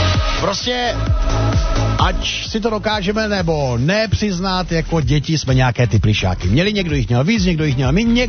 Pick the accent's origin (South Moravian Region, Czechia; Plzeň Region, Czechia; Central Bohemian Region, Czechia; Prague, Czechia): South Moravian Region, Czechia; u nás na Jižní Moravě, kde farnosti a dědiny pořád žijí tak nějak pospolu.